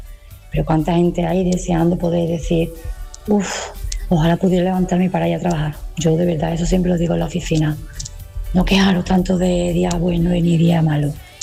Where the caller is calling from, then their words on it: Seville, Andalusia, Spain; Buenos días desde Sevilla.